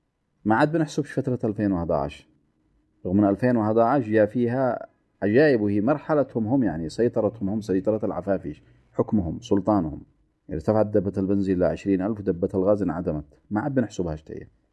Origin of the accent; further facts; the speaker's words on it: Yemen; والأزمة عندنا في اليمن